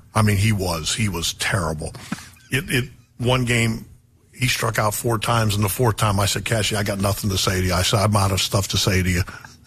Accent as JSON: {"language": "English", "region": "Pennsylvania", "country": "United States", "tie": "born or raised there", "said": "It's, you know, I grew up in Western Pennsylvania, mm-hmm. which is very Midwest."}